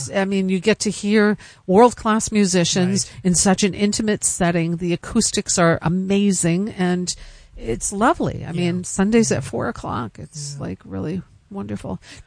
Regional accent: Germany; So I grew up in Germany.

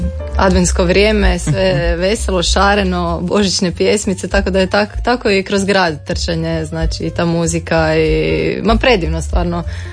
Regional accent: Karlovac, Karlovac County, Croatia; ja sam iz Karlovca

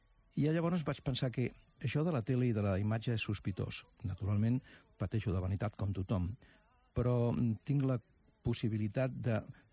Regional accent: Barcelona, Catalonia, Spain; Recordo que al meu barri, a Sant Gervasi, hi havia un alcalde d'aquell moment, bon tipus

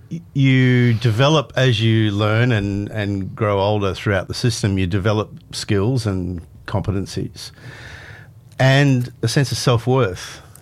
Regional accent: Mullumbimby, New South Wales, Australia; I am from Mullum.

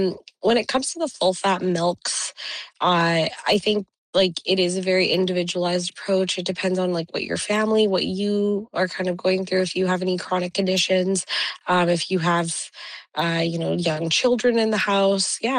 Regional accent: India; I'll say India just because I'm Indian, but okay.

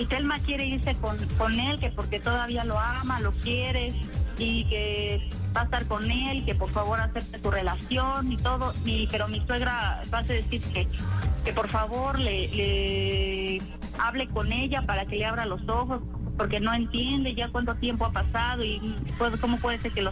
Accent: Mexico City, Mexico; born there; now in Valtierrilla, Mexico; Yo nací en la Ciudad de México.

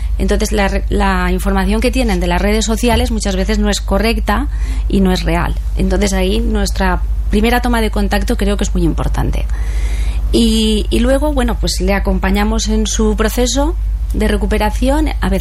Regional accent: La Vall d'Uixó, Valencian Community, Spain; soy de la Vall

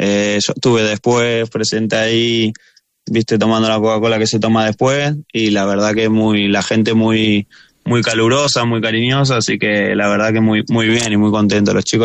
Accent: Argentina; accent: Argentine; now in Spain

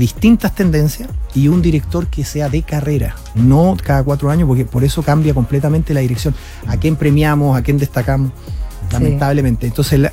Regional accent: Chile; nosotros como chilenos

